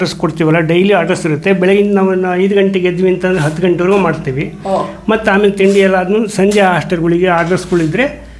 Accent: Karnataka, India; now in Shivamogga, India; ನಾವು ಹುಟ್ಟಿದ್ದು ಸೋಳಂಗ, ಬೆಳೆದಿದ್ದೆಲ್ಲ ಸೋಳಂಗದಲ್ಲಿ. ಶಿವಮೊಗ್ಗ ಬಂದು ನಾವು ಒಂದು 35 ವರ್ಷ ಆಯಿತು.

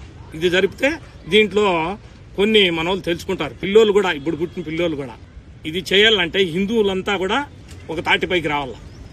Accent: Madanapalle, Andhra Pradesh, India; మా స్వస్థలం ఇక్కడ అనపకుట్ట, మన 1వ వార్డు మదనపల్లి.

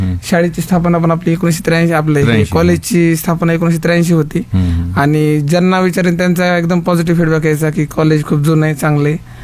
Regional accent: Ambajogai, Maharashtra, India; मी proper आंबेजोगाईचा, Beed जिल्ह्यातील आंबेजोगाई गाव. हा, तिथला.

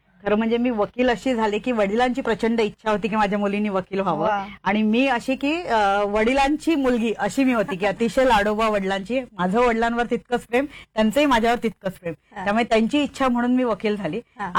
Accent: Akola, Maharashtra, India; moved away; अकोला, जे नागपूर साईडला जे अकोला आहे त्या अकोल्याचं माझं माहेर आहे. आणि लहानपणापासून संघ परिवारामध्ये वाढलेली आहे

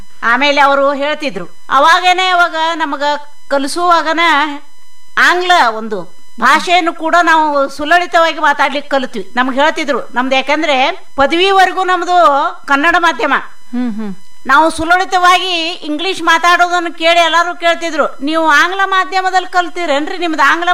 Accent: Bagalkot, Karnataka, India; born there; now in Belagavi, India; ನನ್ನ ಬಾಲ್ಯದಲ್ಲಿ ನಾನು ಸಕ್ರಿ ಹೈಸ್ಕೂಲ್ ಬಾಗಲಕೋಟದಲ್ಲಿ ಪ್ರೈಮರಿ

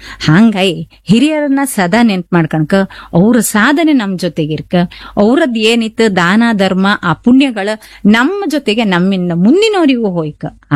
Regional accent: Kundapura, Karnataka, India; ನಾವು ಕುಂದಾಪ್ರಮಣ್ಣ ಹುಟ್ಟಿ ಈ ಕುಂದಾಪ್ರಮಣ್ಣ ಬೆಳೆದವರಿಗೆ ಕುಂದಾಪುರ ಭಾಷೆ ಬಳಸ್ತಿಪ್ಪರಿಗೆ

